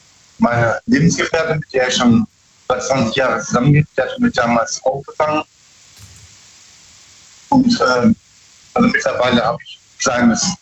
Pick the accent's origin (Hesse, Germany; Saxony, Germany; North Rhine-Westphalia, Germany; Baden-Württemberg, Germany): Baden-Württemberg, Germany; Bruchsal; Ich komme aus Bruchsal.